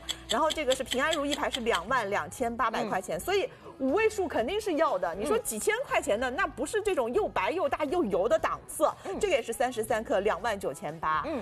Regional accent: China; 是的，而且我们中国人就是喜欢厚重的东西。

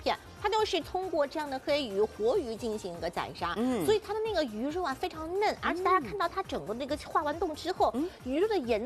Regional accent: Shanghai, China; 像我们上海人啊

